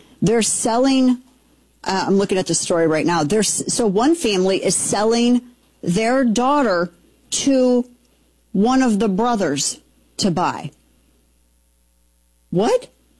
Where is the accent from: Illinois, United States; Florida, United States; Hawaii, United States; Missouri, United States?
Missouri, United States; Festus; like people in my hometown of Festus, Missouri, they just defeated the creation of a data center